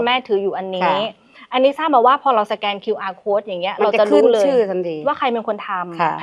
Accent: Chumphon, Thailand; อ๋อเขานึกว่าเราเป็นคนใต้เพราะเรามาจากชุมพร

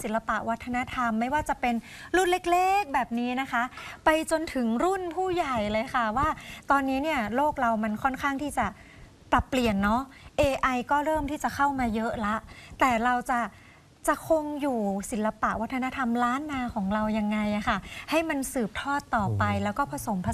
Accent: Northern Thailand, Thailand; ถึงบอกว่าคำเมืองเราเป็นคนเหนือเราเป็นคนเมืองมันก็ต้องรักษา

